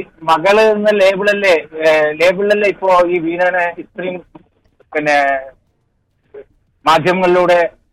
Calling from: Kodakkad, Kerala, India; ഞാൻ കാസർഗോഡ് ജില്ലയില് കൊടക്കാട്.

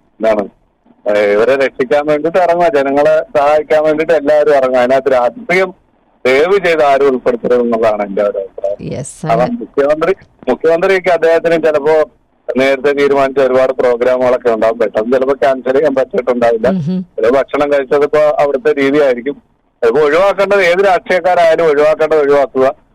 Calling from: Karunagappally, Kerala, India; ഇപ്പൊ ഞങ്ങളുടെ നാട്ടില് കരുനാഗപ്പള്ളി

